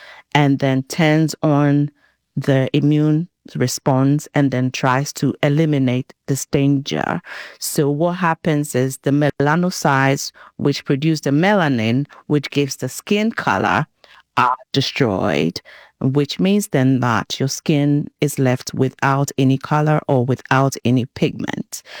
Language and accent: English; Ghana; I grew up in Ghana, West Africa, so I mean, it was really very obvious